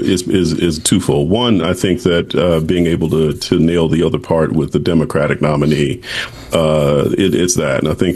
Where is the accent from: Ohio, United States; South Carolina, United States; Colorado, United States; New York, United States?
South Carolina, United States; I'm from South Carolina. So early voting South Carolina, I was deeply steeped in politics.